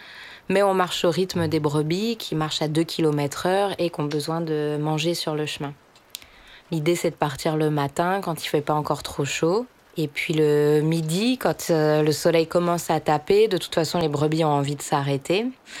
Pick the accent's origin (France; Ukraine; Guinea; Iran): France; Brittany; born there; now in Marseille, France; je vais avoir bientôt 36 ans. Je suis née en Bretagne, dans les Côtes d'Armor. Je vis actuellement à Marseille.